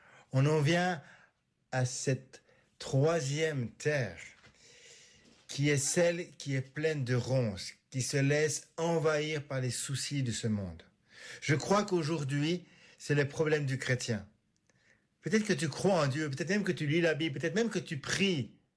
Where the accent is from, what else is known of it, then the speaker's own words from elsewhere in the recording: Switzerland; moved away; J'ai commencé mon ministère en Suisse, parce que je viens de Suisse